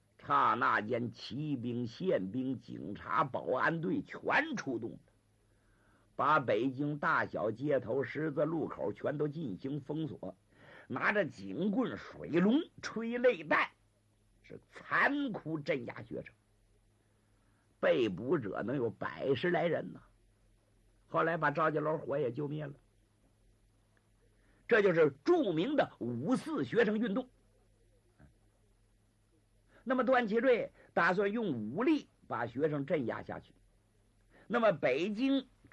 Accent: Liaoning, China; 我本身也是辽宁人

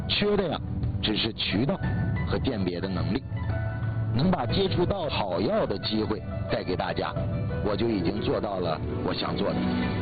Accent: Northeast China, China; 你看我老家东北的，

